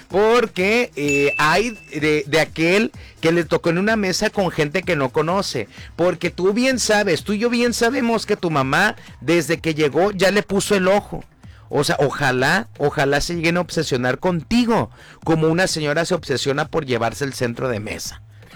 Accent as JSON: {"language": "Spanish", "country": "Mexico", "said": "como mexicanos siempre nos caracteriza que todo sea como exagerado"}